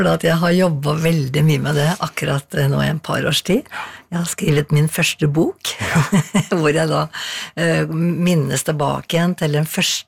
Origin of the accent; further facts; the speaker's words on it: Skreia, Innlandet, Norway; now in Asker, Norway; Det er liksom Toten, altså Skreia, er liksom der, der jeg vokste opp, ikke sant? Så det er liksom røttene mine. Ja. Og så har jeg bodd nå i Asker, mye lenger da.